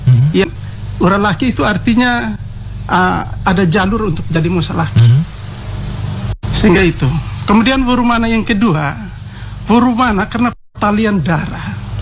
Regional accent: Wolotopo, East Nusa Tenggara, Indonesia; Macam kami di Wolotopo, misalnya saya suku Atarobo dan Sausue dan Sawatalaki.

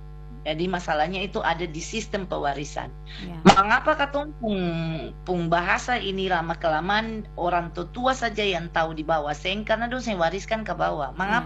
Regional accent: Halong, Maluku, Indonesia; born or raised there

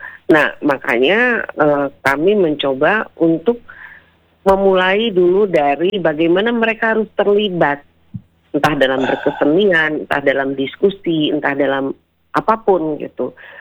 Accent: West Java, Indonesia; jati diri kita sebagai Sunda, sebagai Indonesia

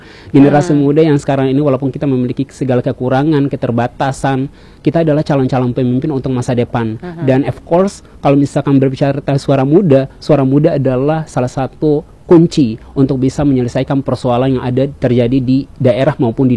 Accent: Maluku, Indonesia; moved away as an adult; kampung saya, Kampung Ambalo, yang kemudian kampung dikenal sebagai kampung atau pulau sendiri

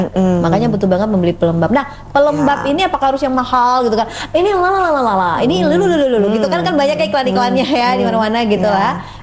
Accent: Kupang, East Nusa Tenggara, Indonesia; kulit kita orang Kupang

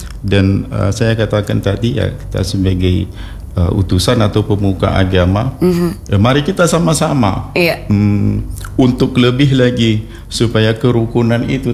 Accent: Aceh, Indonesia; tengah-tengah kota kita, daerah kita Aceh Barat, sangat luar biasa

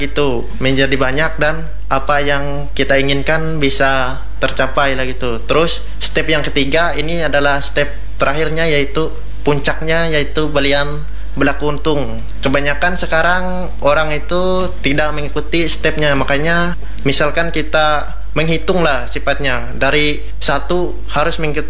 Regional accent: Rungan District, Central Kalimantan, Indonesia; di daerah saya itu di Kecamatan Rungan, Kabupaten Gunung Mas ya.

